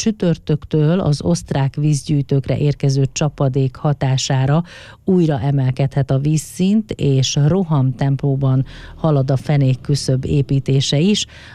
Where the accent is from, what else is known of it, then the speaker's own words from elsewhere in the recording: Paks, Tolna, Hungary; paksiként, illetve a Duna két oldalán élőként